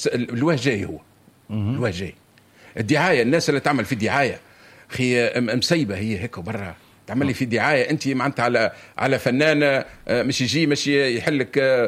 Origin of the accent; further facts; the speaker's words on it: Tunisia; انا كتونسي نحشم